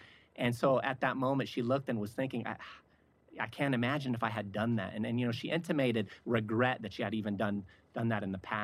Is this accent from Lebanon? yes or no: yes; Lebanon; Yeah, I was born in Lebanon in 1975.